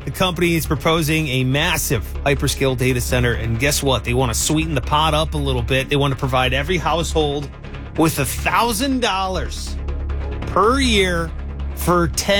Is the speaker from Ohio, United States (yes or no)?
yes; Cleveland, Ohio, United States; Just reminds me, I'm originally from Cleveland.